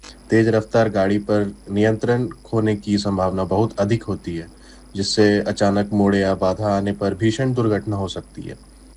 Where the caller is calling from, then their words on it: Jamshedpur, Jharkhand, India; मैं जमशेदपुर घोड़ाबंदा का रहने वाला हूँ।